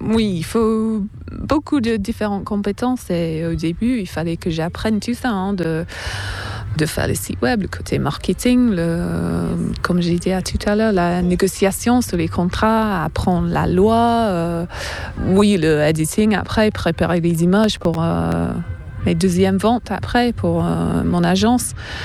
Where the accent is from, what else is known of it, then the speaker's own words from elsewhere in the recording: England, United Kingdom; French is a second language; c'est pas que je me sens plus anglaise, je suis anglaise. Hein, quand je retourne en Angleterre, je vois les Anglais, la culture anglaise, le pays, avec un peu de recul.